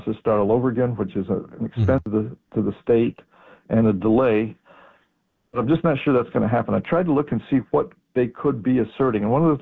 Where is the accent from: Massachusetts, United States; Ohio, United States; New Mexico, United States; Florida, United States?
New Mexico, United States; In my home state of New Mexico